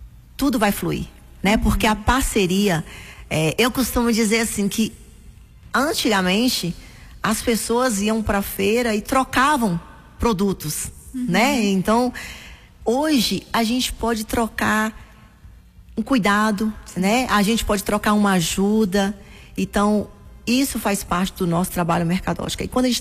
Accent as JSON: {"language": "Portuguese", "town": "Guajeru", "region": "Bahia", "country": "Brazil", "said": "como eu sou de Guajeru, né, trabalho com Deuba"}